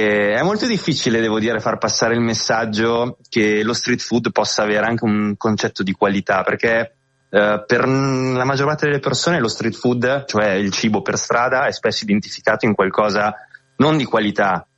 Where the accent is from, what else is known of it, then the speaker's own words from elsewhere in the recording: Piacenza, Emilia-Romagna, Italy; Invece io non griglio gli arrosticini, anche perché poi sono di Piacenza.